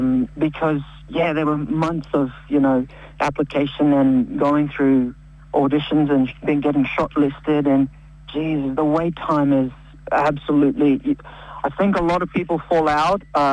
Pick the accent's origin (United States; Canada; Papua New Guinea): Papua New Guinea; Morobe; that was the very same province where I am from as well.